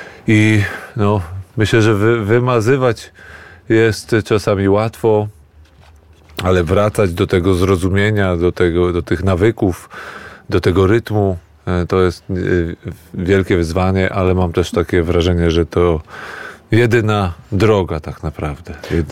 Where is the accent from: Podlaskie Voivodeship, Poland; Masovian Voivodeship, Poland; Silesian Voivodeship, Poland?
Masovian Voivodeship, Poland; Warsaw; jako rodowity warszawiak, warszawianista, który do tej pory zakochany jest w tym mieście i jest to dla mnie taka naprawdę kolebka macierz.